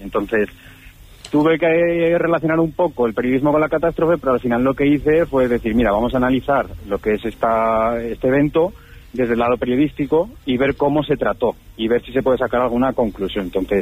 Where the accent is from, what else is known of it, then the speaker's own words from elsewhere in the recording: Jaca, Aragon, Spain; porque soy de Jaca y porque mi padre pues fue una de las primeras personas en llegar.